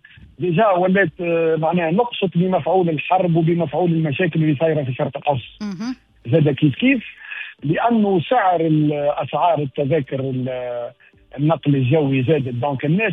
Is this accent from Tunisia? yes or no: yes; Tunisia